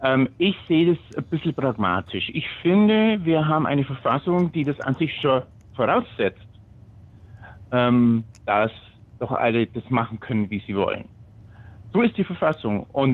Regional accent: Augsburg, Bavaria, Germany; Wir haben ja das Friedensfest hier bei uns in Augsburg am 8. am Samstag.

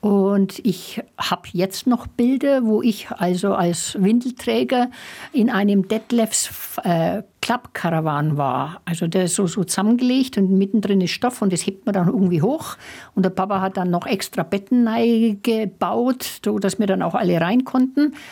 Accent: Schwabach, Bavaria, Germany; also born or lived in Kelheim; Geboren bin ich in Kelheim. Aufgewachsen bin ich in Schwabach.

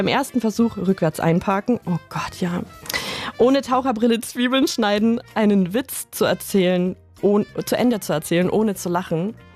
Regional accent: Bayreuth, Bavaria, Germany; Der hält nämlich nicht in Bayreuth meiner Heimatstadt.

